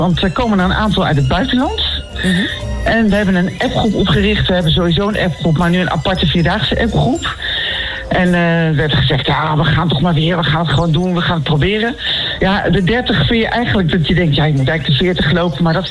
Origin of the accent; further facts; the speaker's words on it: Nijmegen, Gelderland, Netherlands; Nou, ik ben deels opgegroeid in Nijmegen. Dat speelt heel erg mee.